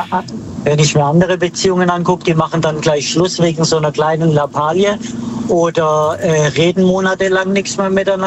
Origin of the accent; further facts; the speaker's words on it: Baden-Württemberg, Germany; Aus dem Schwarzwald.